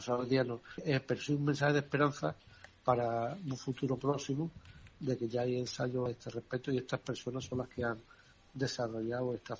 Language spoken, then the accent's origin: Spanish; Spain; no somos los españoles más tontos que ellos